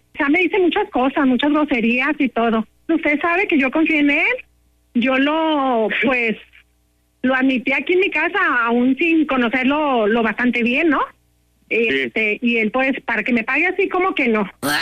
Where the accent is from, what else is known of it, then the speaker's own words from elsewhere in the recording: Monterrey, Nuevo León, Mexico; Sí, soy regia.